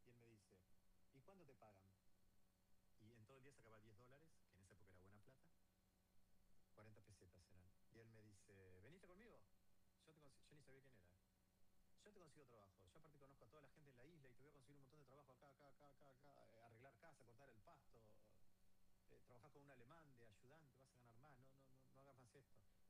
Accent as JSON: {"language": "Spanish", "country": "Argentina", "also_born_or_lived": "Ibiza", "moved": "yes", "said": "¿Vos sos argentino? Sí."}